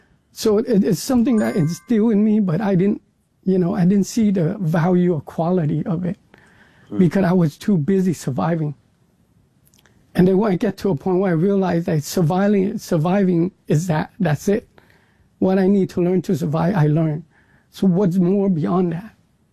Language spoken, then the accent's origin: English; Vietnam; where I was born in Vietnam when my father had already left the country. I grew up in a country where social perception really mattered